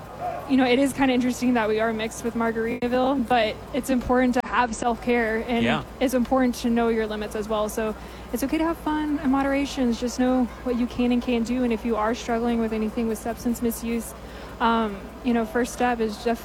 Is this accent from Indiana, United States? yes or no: no; Kerrville, Texas, United States; which I'm from Kerrville